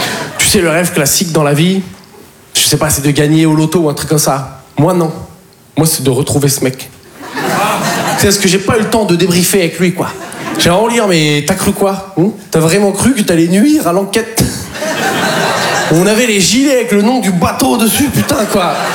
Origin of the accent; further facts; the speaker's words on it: Poitiers, Nouvelle-Aquitaine, France; moi, en plus, je viens de Poitiers.